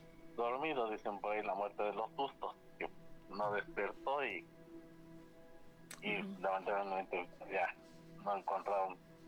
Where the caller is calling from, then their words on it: Tecámac, State of Mexico, Mexico; Desde Tecámac, Estado de México.